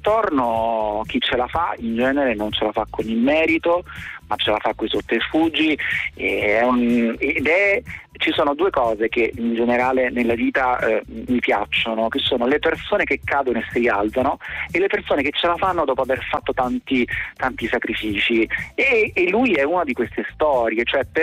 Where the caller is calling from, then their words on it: Campania, Italy; io per esempio sono campano come Nunzia